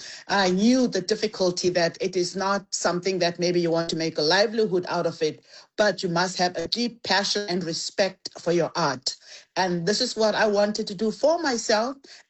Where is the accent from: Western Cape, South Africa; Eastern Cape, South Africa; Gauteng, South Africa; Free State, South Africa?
Gauteng, South Africa; Thokoza; I was raised in Thokoza, in the East Rand at Thokoza, not Soweto.